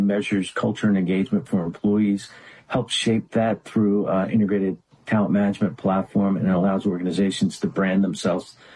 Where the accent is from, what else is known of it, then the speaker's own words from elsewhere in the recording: Runnemede, New Jersey, United States; I grew up in South Jersey, Runnymede, New Jersey, a little blue collar community.